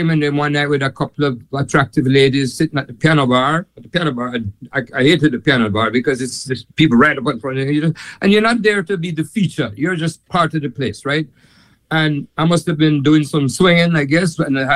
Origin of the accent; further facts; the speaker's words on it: Kingston, Jamaica; But as far as, you know, I am from Kingston, Jamaica, born and raised in Kingston.